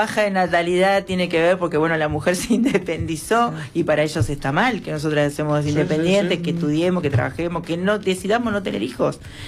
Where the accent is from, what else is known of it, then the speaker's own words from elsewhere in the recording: General Pico, La Pampa, Argentina; ahora soy Villa Alonso, sí, pero siempre, o sea, nací en el Molino de General Pico